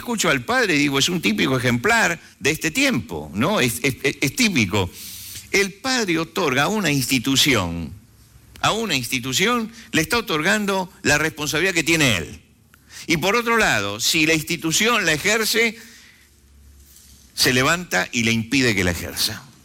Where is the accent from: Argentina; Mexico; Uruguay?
Argentina